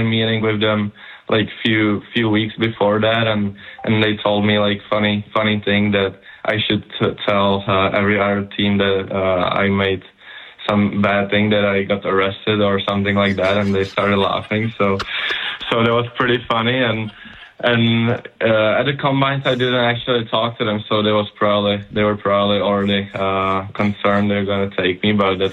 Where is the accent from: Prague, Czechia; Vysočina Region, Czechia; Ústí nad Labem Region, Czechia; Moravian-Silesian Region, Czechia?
Ústí nad Labem Region, Czechia; Litvínov; English is a second language; we're watching it here at home in my hometown, Litvinov, in Czech Republic.